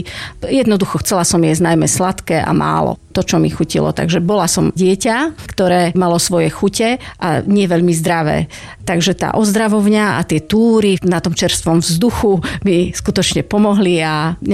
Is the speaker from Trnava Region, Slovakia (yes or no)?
no; Rimavská Sobota District, Banská Bystrica Region, Slovakia; ja pochádzam zo stredného Slovenska, z okresu Rimavská Sobota